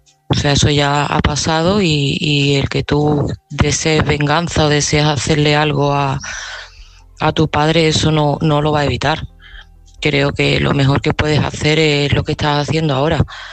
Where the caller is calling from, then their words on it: Seville, Andalusia, Spain; de Sevilla y este mensaje va para Basile.